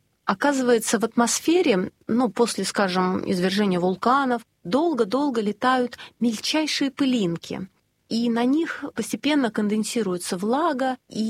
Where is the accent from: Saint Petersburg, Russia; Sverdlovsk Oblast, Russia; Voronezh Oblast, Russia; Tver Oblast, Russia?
Saint Petersburg, Russia; То есть мы не говорим, что вот мы, петербуржцы, молимся только за Петербург, а вы, москвичи, там, тулики и так далее.